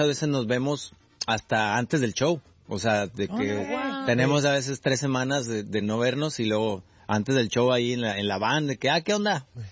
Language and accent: Spanish; Monclova, Coahuila, Mexico; yo soy de Monclova, yo vivía en Monclova, Coahuila.